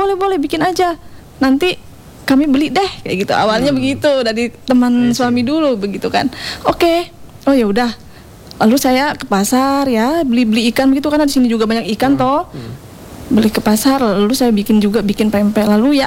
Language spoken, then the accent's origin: Indonesian; Lampung, Indonesia; Saya asli dari Lampung, okay, dari Sumatera.